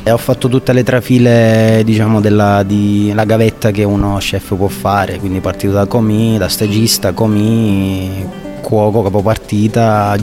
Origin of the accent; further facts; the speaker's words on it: Ragusa, Sicily, Italy; born there; moved away as an adult; Io sono partito dalla Sicilia, da lontana Sicilia, da Ragusa precisamente